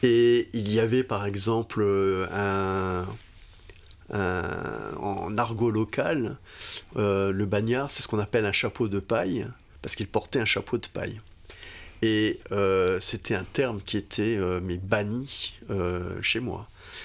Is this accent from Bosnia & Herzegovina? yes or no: no; Nouméa, New Caledonia; born there; Alors moi, je suis né à Nouméa, hein, en ville.